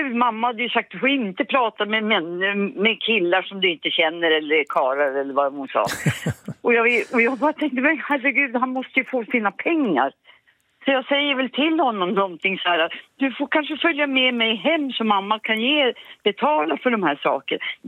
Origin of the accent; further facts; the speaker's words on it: Laisvall, Norrbotten County, Sweden; moved away as an adult; also born or lived in Danderyd, Stockholm / Stockholm; now in Arjeplog, Sweden; Jag är född i Stockholm i Danderyd alltså, men uppvuxen i Laisvall.